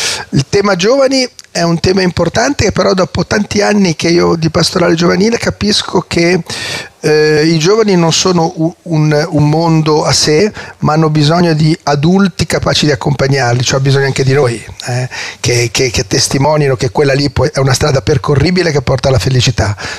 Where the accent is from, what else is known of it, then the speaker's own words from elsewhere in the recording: Genoa, Liguria, Italy; now in Rimini, Italy; sono genovese, quindi sto venendo a Rimini